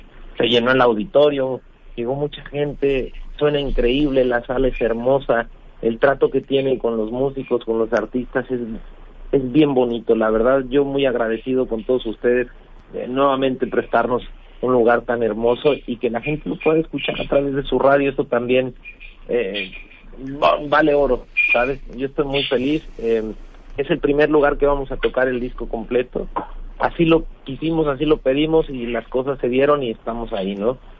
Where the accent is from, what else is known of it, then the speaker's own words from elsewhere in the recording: Mexico City, Mexico; como buen chilango y mexicano